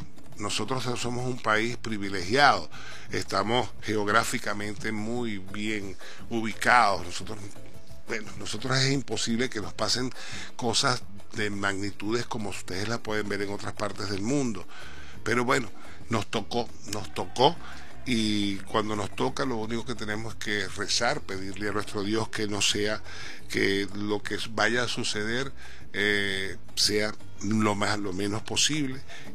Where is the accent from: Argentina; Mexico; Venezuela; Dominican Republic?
Venezuela; Tenemos que meterle la mano porque todos somos venezolanos